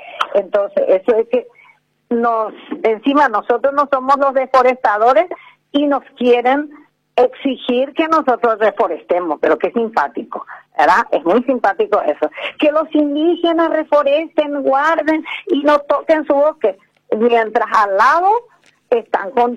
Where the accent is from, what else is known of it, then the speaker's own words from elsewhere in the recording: Paraguay; Somos pueblos indígenas, somos personas como cualquier otro, somos paraguayos también.